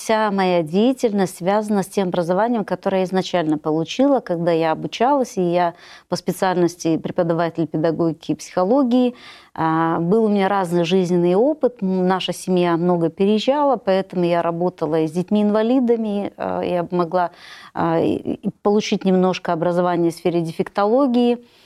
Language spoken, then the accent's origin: Russian; Odesa Oblast, Ukraine; Я выросла на Украине, на юге Украины, в теплых местах. Это Одесская область.